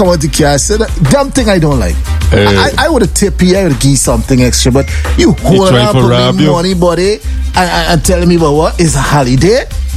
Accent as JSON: {"language": "English", "country": "Guyana", "said": "He don't know we from over here, from Guyana. We live there. We Guyanese. Can you hear my accent?"}